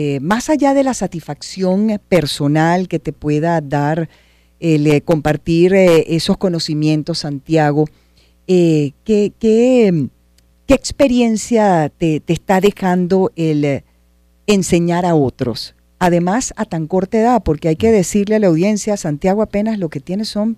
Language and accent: Spanish; Venezuela